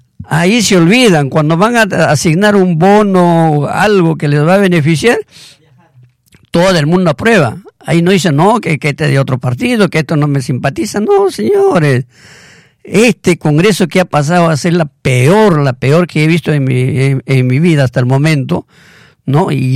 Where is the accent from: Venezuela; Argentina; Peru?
Peru